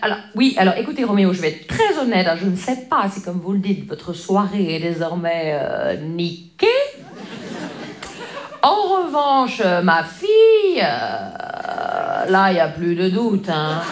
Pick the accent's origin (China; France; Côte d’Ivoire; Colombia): France; Grand Est; savez, moi, je viens des Vosges.